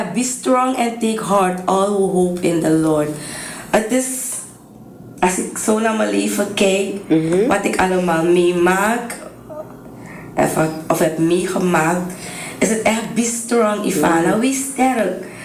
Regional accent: Nigeria; born or raised there; Dutch is a second language; now in Netherlands

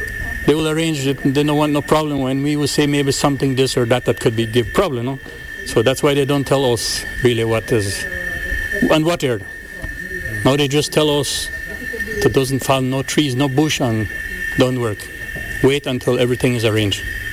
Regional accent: Belize; But we are from Belize, we are the first groups.

